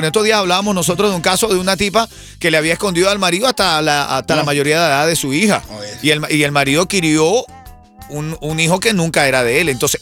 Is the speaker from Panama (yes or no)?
no; Venezuela